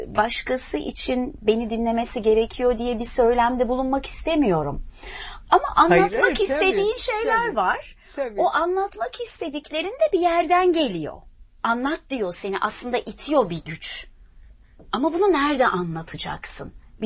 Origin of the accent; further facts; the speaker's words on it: Arnavutköy, Istanbul, Turkey; Ben Arnavutköylüyüm. Arnavutköy sokaklarında sesimi buldum aslında. Sesimi ilk duyduğum sokaklar.